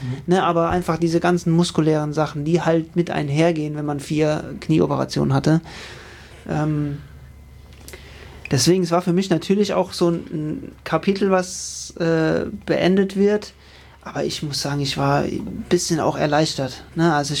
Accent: Rhineland-Palatinate, Germany

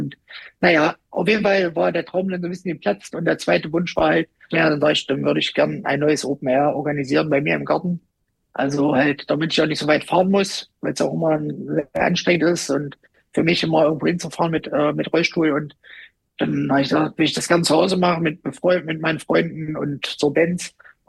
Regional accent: Rübeland, Saxony-Anhalt, Germany; born or raised there

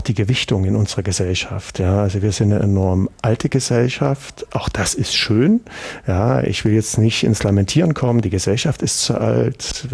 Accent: East Germany, Germany; Und also ich bin ja auch hier im Osten groß geworden.

